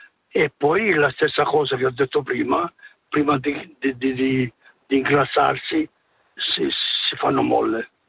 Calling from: Bern, Switzerland; Da Berna.

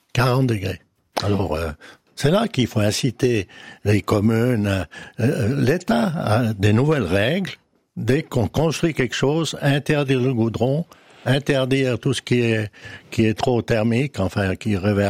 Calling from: Valais, Switzerland; je suis valaisan.

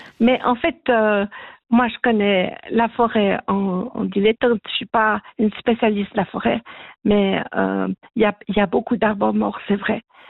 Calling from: Aigle, Vaud, Switzerland; J'habite à Aigle

